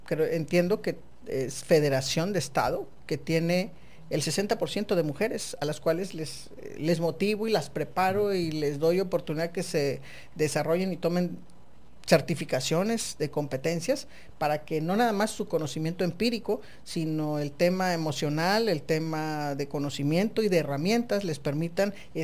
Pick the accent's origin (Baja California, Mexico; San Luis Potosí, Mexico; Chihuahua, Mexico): Baja California, Mexico; Yo soy de Baja California, más de 30 años y viviendo aquí